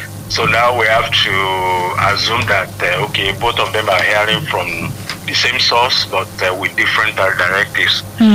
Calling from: Lagos, Nigeria; from Lagos.

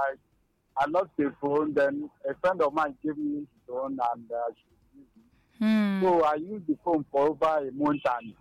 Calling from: Enugu, Enugu State, Nigeria; I'm calling from Enugu.

